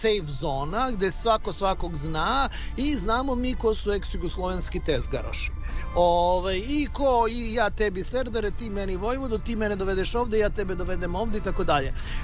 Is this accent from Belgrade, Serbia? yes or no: yes; Belgrade, Serbia; born there; isto poreklom iz Crne Gore, ja jesam rođen u Beogradu, ali … su Crnogorci.